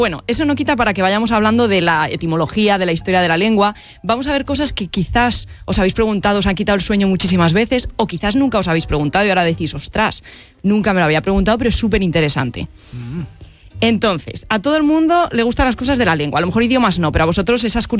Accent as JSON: {"language": "Spanish", "town": "Guadalajara", "region": "Castilla-La Mancha", "country": "Spain", "tie": "born there", "said": "Nací en Guadalajara."}